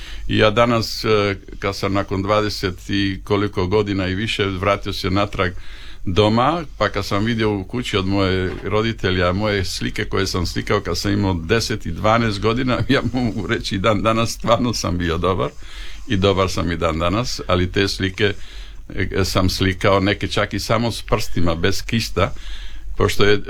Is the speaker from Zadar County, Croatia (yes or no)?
yes; Zadar, Zadar County, Croatia; mi smo imali svoje igralište kod nas u Arbanasima, koje smo mi sami sebi gradili, napravili